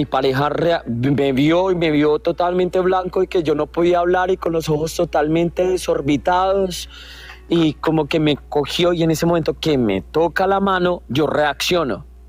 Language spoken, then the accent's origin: Spanish; Bogotá, Colombia; Yo soy de Bogotá, de mi bella Bogotá, Colombia.